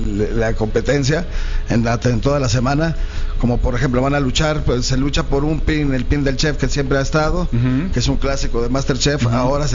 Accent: Mexico; como mexicanos, la gastronomía mexicana pues tiene un valor cultural

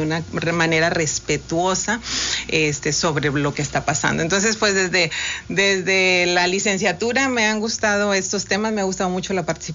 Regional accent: Valle Hermoso, Tamaulipas, Mexico; moved away as an adult; Yo pues provengo de Vallehermoso, no nací allá, pero toda mi formación básica hasta la preparatoria la realicé allá. Posteriormente me vine acá a la licenciatura

